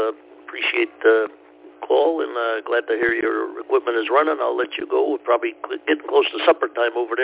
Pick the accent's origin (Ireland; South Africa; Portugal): Portugal; now in Leesburg, United States; I'm originally from across the Atlantic, a little country called Portugal.